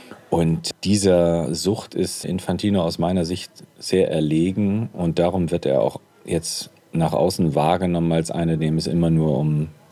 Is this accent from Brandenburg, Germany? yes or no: no; Bremen, Germany; now in Switzerland; Ich bin gebürtiger Bremer und auch als halber Werder-Fan mal aufgewachsen.